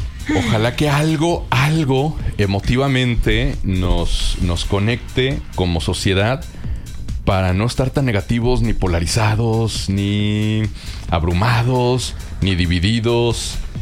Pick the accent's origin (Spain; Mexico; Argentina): Mexico